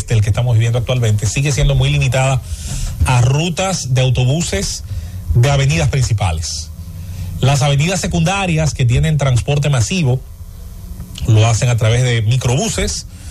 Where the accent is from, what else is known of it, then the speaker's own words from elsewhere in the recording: Azua de Compostela, Azua, Dominican Republic; mi pueblo, en Aso de Compostela